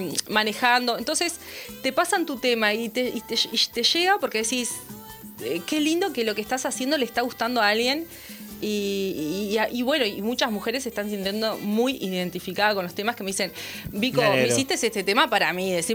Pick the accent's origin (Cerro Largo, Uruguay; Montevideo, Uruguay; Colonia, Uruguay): Cerro Largo, Uruguay; Melo; born there; moved away; en el Melo, que es donde yo nací